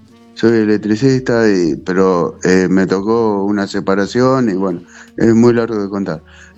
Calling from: Junín, Buenos Aires Province, Argentina; yo soy de Junín, no estoy allá.

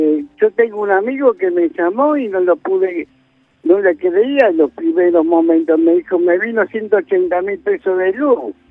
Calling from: Buenos Aires, Argentina; de Colegial

